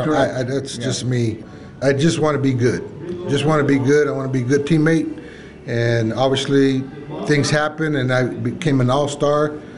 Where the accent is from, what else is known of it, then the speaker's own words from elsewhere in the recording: Stockton, California, United States; Well, I think everybody knows Stockton, right? Like Stockton, California, the 209 area.